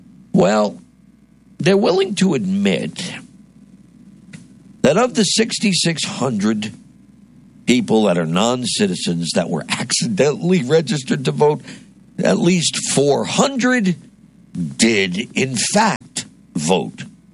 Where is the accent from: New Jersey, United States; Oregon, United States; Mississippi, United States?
New Jersey, United States; my home state of New Jersey